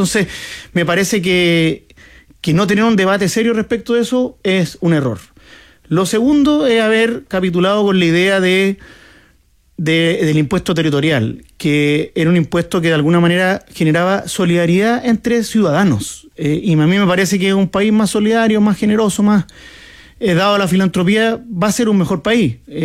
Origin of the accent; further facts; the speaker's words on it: Chile; siendo los mismos chilenos los que reciben, o sea, chilenos que suponemos que tienen los mismos derechos que otros, ¿cierto?